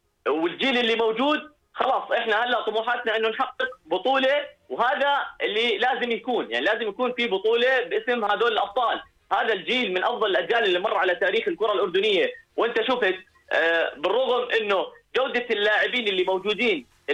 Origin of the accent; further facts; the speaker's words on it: Jordan; من حقنا كأردنيين وكشارع أردني